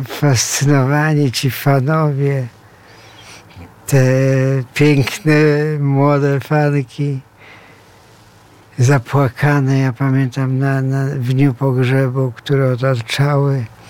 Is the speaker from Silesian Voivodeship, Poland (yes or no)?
yes; Chorzów, Silesian Voivodeship, Poland; ja też się wychowałem w Chorzowie